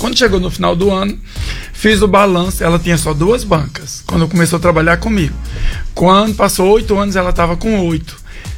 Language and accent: Portuguese; Campina Grande, Paraíba, Brazil; now in Mossoró, Brazil; eu sou de Campina Grande, Paraíba.